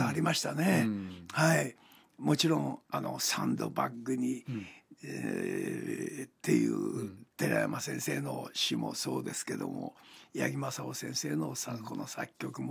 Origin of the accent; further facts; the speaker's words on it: Tokyo, Japan; あの浅草上野あたりで僕も育ってましたから